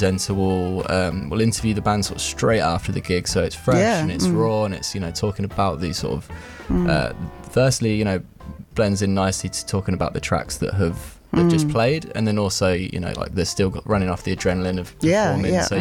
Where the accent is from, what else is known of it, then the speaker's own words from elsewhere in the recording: Northampton, East Midlands, United Kingdom; From Northampton, the fine Northampton in England. So it's about an hour north of London.